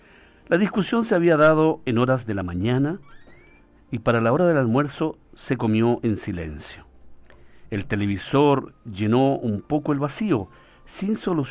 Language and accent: Spanish; San Clemente, Maule, Chile; nosotros somos de San Clemente